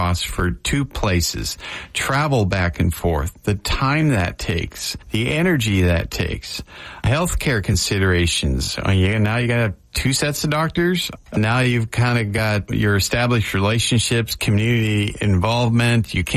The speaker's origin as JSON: {"language": "English", "region": "Washington", "country": "United States", "said": "I'm not used to that. I'm from Washington."}